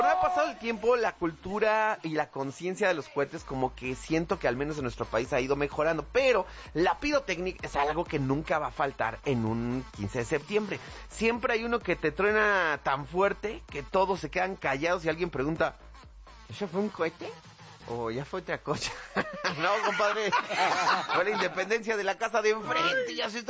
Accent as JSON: {"language": "Spanish", "region": "Mexico City", "country": "Mexico", "said": "¿de dónde eres? Yo, de México. ¿Pero de qué parte? Yo, Ciudad de México. Sí, ¿pero de qué parte? Y yo, Ciudad de México. O sea, la capital. Ah, o sea, del DF."}